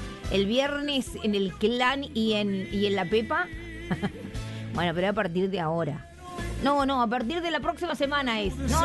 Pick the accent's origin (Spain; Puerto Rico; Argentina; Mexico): Argentina; Merlo, Buenos Aires Province; Hoy mi esposa me cortó el pelo. Ella se llama Eli. Somos de Buenos Aires, Merlo, zona oeste.